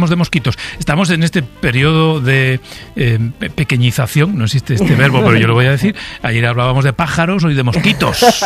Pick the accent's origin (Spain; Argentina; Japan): Japan; Soy japonés, soy muy japonés.